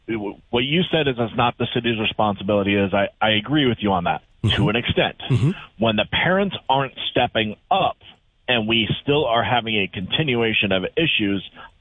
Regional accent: Minnesota, United States; So my question is, because I grew up in Minnesota, same town as you.

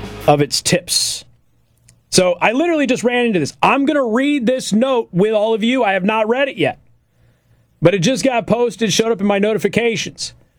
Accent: Las Vegas, Nevada, United States; I'm from Las Vegas. I am from a tipping culture. I have always over-tipped. That has been the way that I was raised.

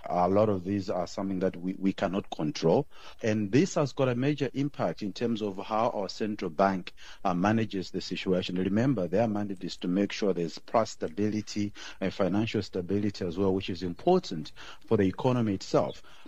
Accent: South Africa; we are South African consumers, we've been through a lot

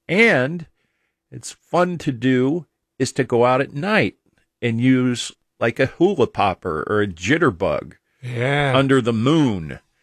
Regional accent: Akron, Ohio, United States; born there

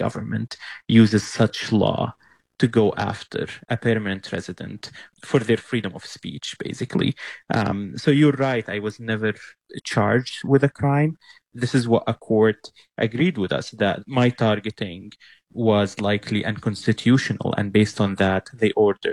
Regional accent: Syria; moved away as an adult; also born or lived in Lebanon; I was born and raised in Syria. For 18 years, I lived there, but I was never really Syrian.

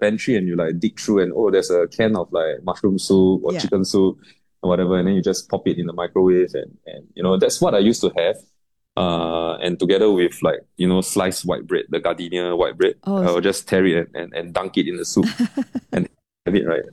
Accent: Singapore; I'm not Japanese, rather I am Singaporean Chinese.

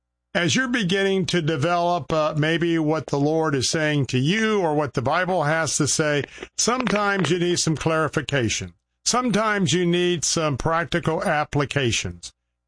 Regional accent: Tampa, Florida, United States; from our studios in my hometown right here in Tampa, Florida.

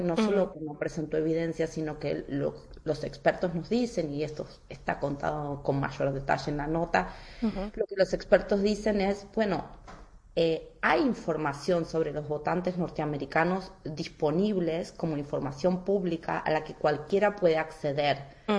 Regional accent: Argentina; Yo soy argentina

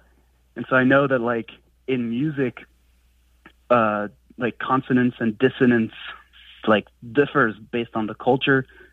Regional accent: France; first language French; English is a second language; Yes, yeah, so I grew up in France, so I grew up speaking French and learned English kind of as a second language.

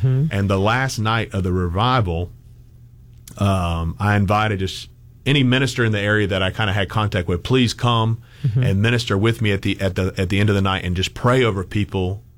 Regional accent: Montgomery, Alabama, United States; I grew up in Montgomery, Alabama, the token Catholic kid in a more Protestant world.

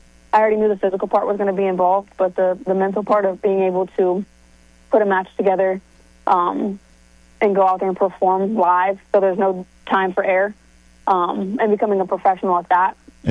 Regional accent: Ohio, United States; I'm from Ohio, so I got a little bit of countryside in me, so.

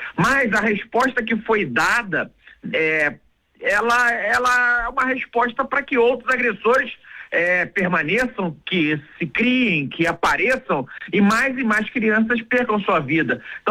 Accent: Brazil

